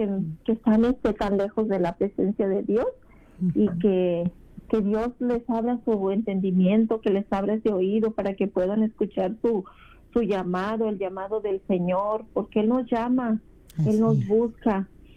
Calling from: Chicago, Illinois, United States; De Chicago, Gaby.

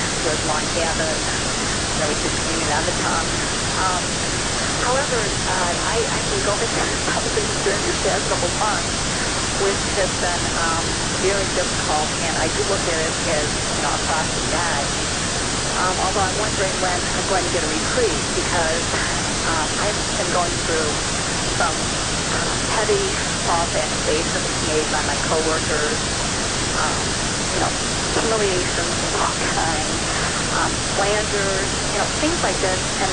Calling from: Michigan, United States; I'm calling from Lavalle, Michigan

